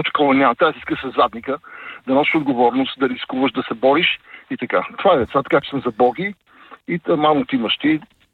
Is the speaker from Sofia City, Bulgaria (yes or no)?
yes; Sofia, Sofia City, Bulgaria; С една панелка съм израснал, братче, в ЖК Свобода.